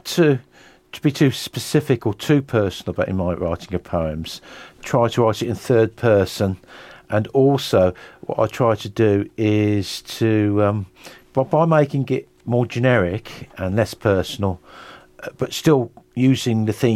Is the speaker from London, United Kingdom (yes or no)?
no; Birmingham, West Midlands, United Kingdom; moved away as an adult; now in Leamington, United Kingdom; No, my hometown is Birmingham, and I moved to Leamington about 7 years ago.